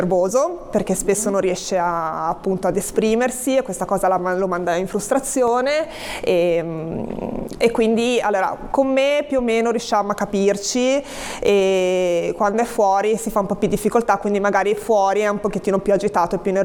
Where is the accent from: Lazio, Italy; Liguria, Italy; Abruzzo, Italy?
Liguria, Italy; Genoa